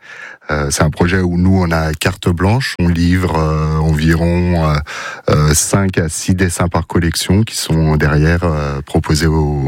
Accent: Brittany, France; moved away as an adult; now in Ciboure, France; Moi, on entend que je suis pas vraiment basque, je suis breton. Je suis arrivé ici en même temps que Pauline il y a 17 ans maintenant

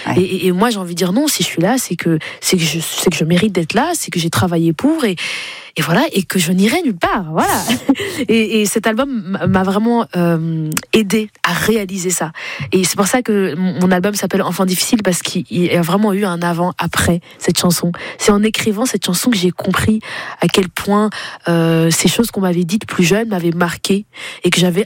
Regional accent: Flanders, Belgium; moi j'ai grandi en Flandre, donc la partie flamande de la Belgique.

